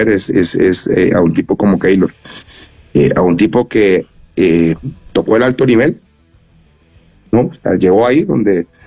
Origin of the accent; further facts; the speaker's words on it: Costa Rica; hasta donde nosotros como costarricenses también entendamos